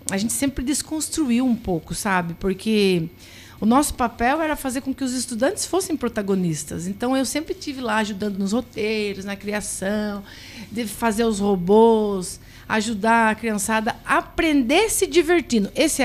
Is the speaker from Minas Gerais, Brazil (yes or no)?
no; Guareí, São Paulo, Brazil; Eu sempre tive orgulho de dizer que eu sou de Guareí.